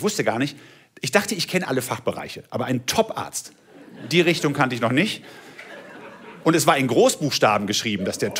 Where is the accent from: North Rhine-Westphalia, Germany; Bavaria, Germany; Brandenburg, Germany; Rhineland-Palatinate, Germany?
North Rhine-Westphalia, Germany; Haltern am See; moved away; ich komme aus Haltern am See, da rief eine Zuschauerin im Publikum, in Haltern gibt's einen See?